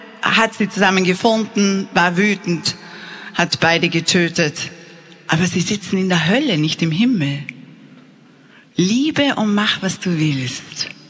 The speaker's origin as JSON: {"language": "German", "country": "Austria", "said": "wir sind Österreicher, natürlich haben wir Englisch gelernt."}